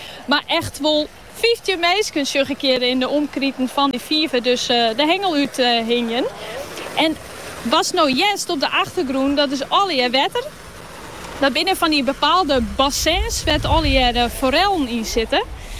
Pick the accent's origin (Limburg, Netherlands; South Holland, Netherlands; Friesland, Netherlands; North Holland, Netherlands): Friesland, Netherlands; Sint Annaparochie; want ik ben opgegroeid in Sint-Anne, maar ik ben hier dus nog meer in de West.